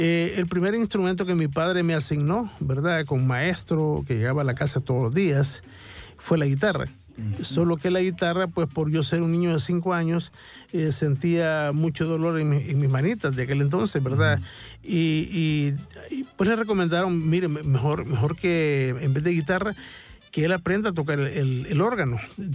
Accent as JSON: {"language": "Spanish", "region": "San Miguel", "country": "El Salvador", "tie": "born there", "said": "Yo nací en San Miguel en 1964, en el mes de marzo, un 10 de marzo, ¿verdad? Vengo de familia de que mi padre, sus orígenes son en la ciudad de Usulután. Allá, pues, en el oriente del país."}